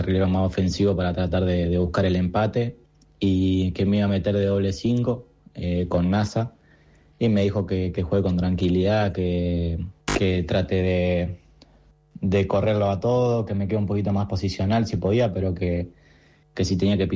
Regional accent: Puerto San Julián, Santa Cruz, Argentina; now in Madrid, Spain; un entrenador que es de mi pueblo, de San Julián

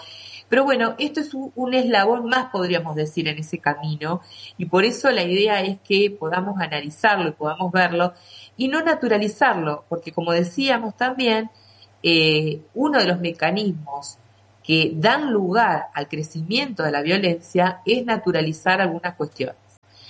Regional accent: Argentina; los argentinos hemos sido siempre un pueblo que se ha caracterizado por el respeto, la tolerancia, la confraternidad, el asimilar al que viene de afuera, al que es distinto

